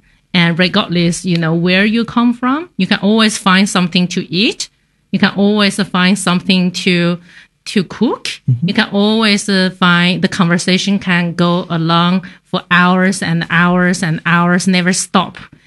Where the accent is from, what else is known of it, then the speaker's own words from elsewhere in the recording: Sichuan, China; so hot pot, for me, I'm from Sichuan. It's the province where invented hot pot. Very proud.